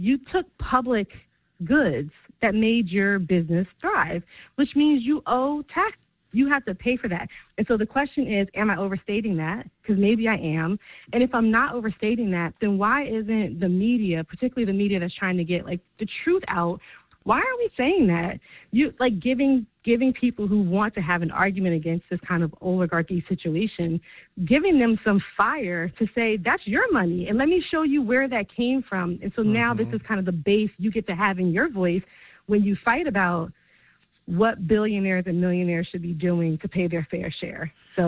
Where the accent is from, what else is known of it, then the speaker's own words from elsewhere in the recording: New Jersey, United States; I'm from New Jersey, always from New Jersey. So even down here in these DMV streets, still repping New Jersey